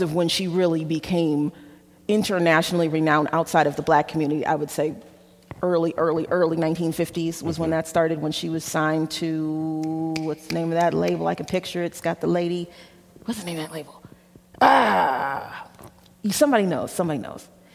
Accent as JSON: {"language": "English", "town": "Chicago", "region": "Illinois", "country": "United States", "said": "I said, I'm from Chicago."}